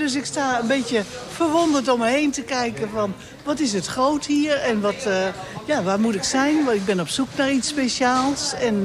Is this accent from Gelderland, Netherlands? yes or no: yes; Apeldoorn, Gelderland, Netherlands; Ik kom uit Apeldoorn, de Koot.